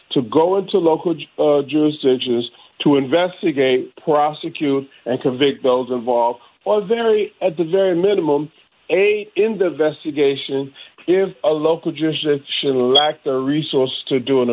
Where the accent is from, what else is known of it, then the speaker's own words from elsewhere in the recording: Detroit, Michigan, United States; But quite frankly, I grew up in Detroit, you know, Metro Detroit.